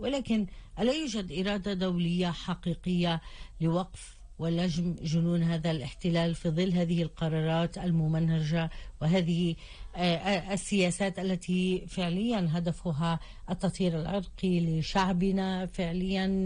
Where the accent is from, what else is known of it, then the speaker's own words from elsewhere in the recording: Palestine; من قبلنا كفلسطينيين